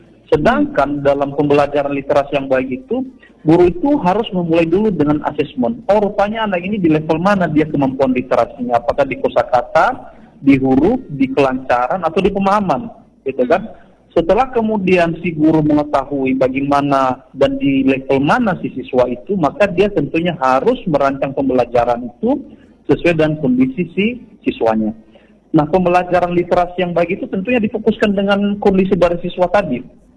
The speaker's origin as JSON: {"language": "Indonesian", "town": "Nias", "region": "North Sumatra", "country": "Indonesia", "said": "kita fasilitator produk asli dari Nias ini tidak kalah baik"}